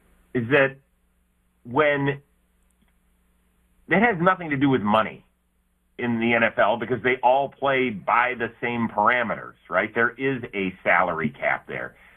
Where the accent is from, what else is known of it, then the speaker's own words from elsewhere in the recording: Cleveland, Ohio, United States; I grew up in Cleveland. I've been a diehard Browns fan since I could walk.